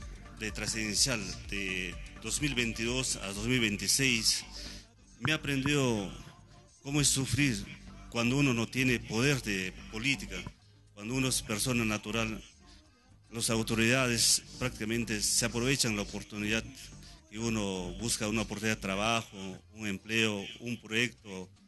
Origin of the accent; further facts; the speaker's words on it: Colcabamba, Peru; crecido en mi caserío de Colcabamba, yo he nacido en ese lugar donde no hay agua. Yo, muy joven, salí de Colcabamba al taller Don Bosco.